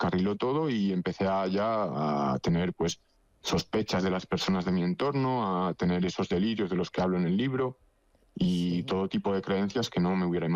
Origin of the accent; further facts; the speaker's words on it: Logroño, La Rioja, Spain; yo soy de Logroño